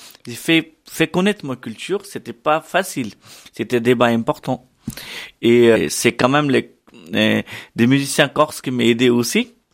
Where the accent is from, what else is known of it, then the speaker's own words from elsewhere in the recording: Jaipur, Rajasthan, India; French is a second language; Et je viens de Rajasthan, de ville Jaipur.